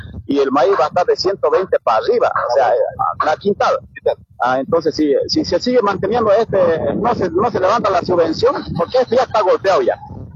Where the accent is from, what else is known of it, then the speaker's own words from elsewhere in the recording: Bolivia; no somos seres de otro lugar ni de otros países, somos de Bolivia mismo y del pueblo mismo